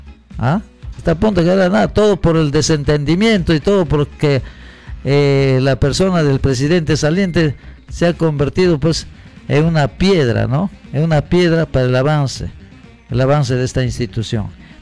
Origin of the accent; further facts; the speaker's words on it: Peru; ¿Qué hacemos los peruanos?